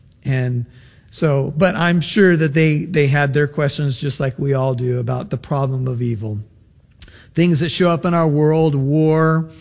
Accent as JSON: {"language": "English", "country": "United States", "said": "as an American"}